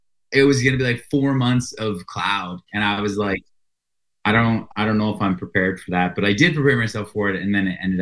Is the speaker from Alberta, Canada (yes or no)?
yes; Alberta, Canada; also born or lived in Winnipeg; So born in Winnipeg, dad got like work opportunity in Alberta, like early 2000s.